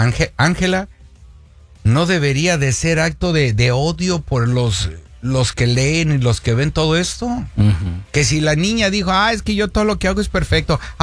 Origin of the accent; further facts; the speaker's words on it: Irapuato, Guanajuato, Mexico; also born or lived in Salamanca, Guanajuato; Allá de Irapuato. Soy de Guanajuato.